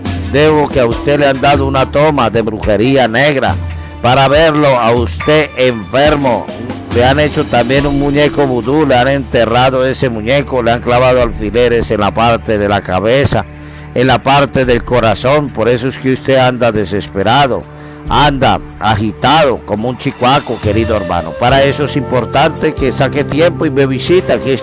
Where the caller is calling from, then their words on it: Lima, Peru; no soy de acá, he venido de vacaciones, pero realmente me ha gustado, yo soy de Perú